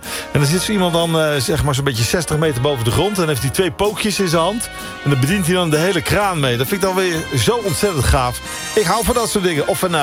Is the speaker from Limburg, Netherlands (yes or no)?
no; 't Harde, Gelderland, Netherlands; Maar goed, tot zover mijn omgeving, waar ik vandaan kom, het harde.